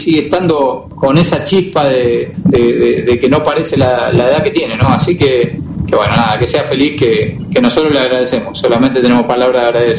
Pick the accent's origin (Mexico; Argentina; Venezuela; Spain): Argentina; lo único que como argentino le deseamos es que sea feliz